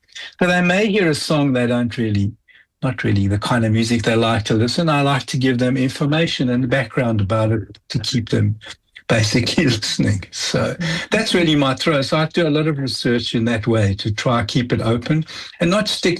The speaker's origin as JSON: {"language": "English", "town": "Johannesburg", "region": "Gauteng", "country": "South Africa", "moved": "yes", "said": "I immigrated from South Africa, Johannesburg, almost 40 years ago, very close to that."}